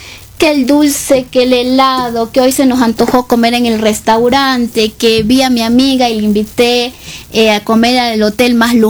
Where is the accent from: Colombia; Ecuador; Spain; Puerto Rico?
Ecuador; Guayaquil, Guayas; Yo fui criada por mi madre en Guayaquil, en una zona popular, en el suburbio de Guayaquil.